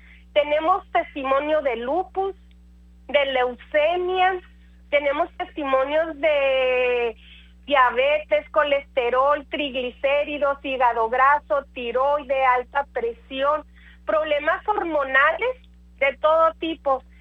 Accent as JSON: {"language": "Spanish", "region": "Chihuahua", "country": "Mexico", "also_born_or_lived": "Detroit, Michigan / Mexico City", "moved": "yes", "said": "Yo estaba estudiando química allá en la Ciudad de México, ¿verdad? Yo soy de Chihuahua."}